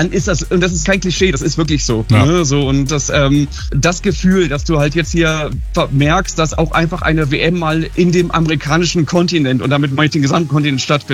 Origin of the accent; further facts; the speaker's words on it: Germany; als Deutsche